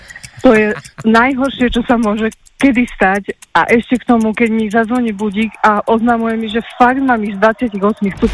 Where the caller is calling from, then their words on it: Bratislava, Bratislava Region, Slovakia; Ja som z Nusnej Bratislavy